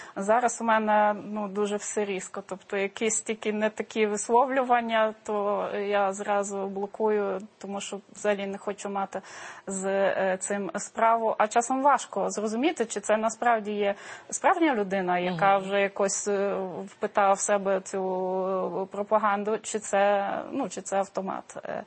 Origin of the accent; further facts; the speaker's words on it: Warsaw, Masovian Voivodeship, Poland; Ukrainian is a second language; moved away as an adult; now in Lviv, Ukraine; саму Варшаву, мою рідну Варшаву, яка дуже сильно помінялася за тих 20 років, коли я там не живу